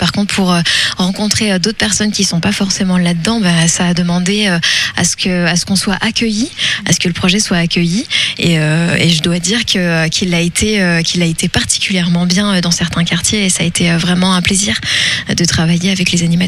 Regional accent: Brittany, France; je suis française parce que je suis née ici et que je suis immergée dedans. Mais je suis aussi très fière d'être bretonne

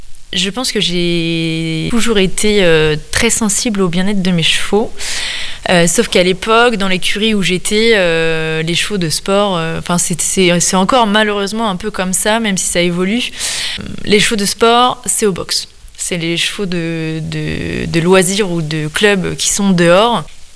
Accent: Normandy, France; moved away as an adult; now in Centre-Bretagne, France; en tant que bonne Normande, très attachée à ma terre

